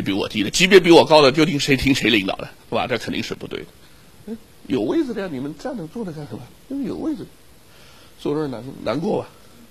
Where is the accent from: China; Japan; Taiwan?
China; 我们中国人